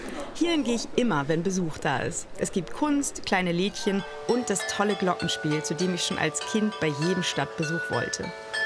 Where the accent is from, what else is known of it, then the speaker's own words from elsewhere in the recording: Bremen, Germany; Ach, mein Bremen. Die gute Luft, die Altbremer Häuser und die Menschen hier. Ich liebe es.